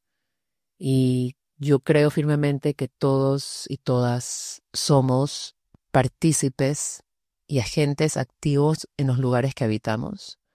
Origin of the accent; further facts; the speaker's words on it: Panama; now in Mallorca, Spain; Yo nací y crecí en Panamá, tengo raíces caribeñas y británicas, y actualmente vivo en Mallorca con mi compañero de vida y mis dos hijos.